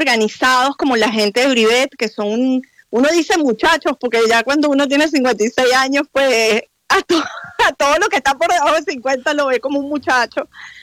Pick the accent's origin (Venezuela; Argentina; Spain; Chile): Venezuela; como venezolanos que somos